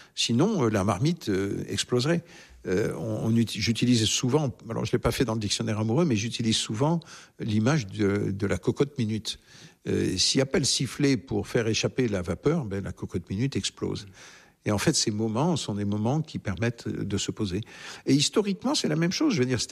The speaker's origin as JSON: {"language": "French", "region": "Southern France", "country": "France", "said": "Alors, non seulement je suis un méridional, mais je suis soupolé, j'ai très mauvais caractère"}